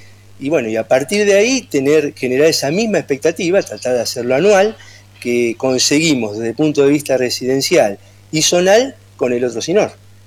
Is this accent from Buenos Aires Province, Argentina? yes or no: yes; Campana, Buenos Aires Province, Argentina; nosotros somos de Campana